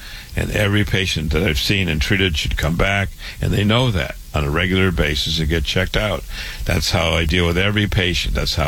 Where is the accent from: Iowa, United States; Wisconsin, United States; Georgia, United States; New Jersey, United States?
Iowa, United States; Waterloo; born or raised there